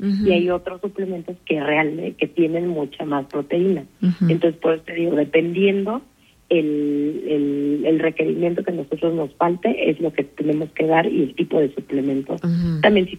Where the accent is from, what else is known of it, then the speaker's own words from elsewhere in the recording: Mexico; Nosotros, luego como mexicanos, no tenemos una dieta tan alta en proteína